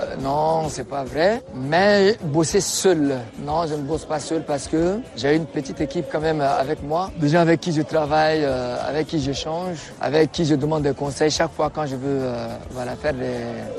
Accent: Chad; now in Côte d'Ivoire; Je suis tchadien, c'est vrai. Même ici, on m'appelle le tchadien. Bon, déjà, de par mon accent, on sait que c'est un tchadien.

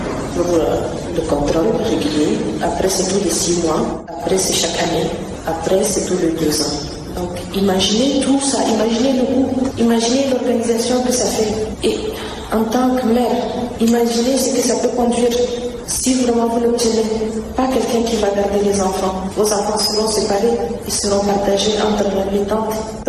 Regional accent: Chad; en tant que bon Tchadien

